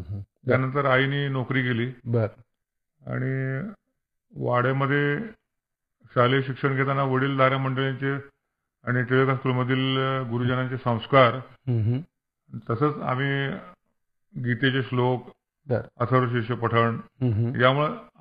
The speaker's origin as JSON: {"language": "Marathi", "town": "Karad", "region": "Maharashtra", "country": "India", "tie": "born or raised there", "said": "माझं बालपण कराडच्या 410 बोंबरपेठेतील पुसाळकरवाड्यामध्ये गेलं."}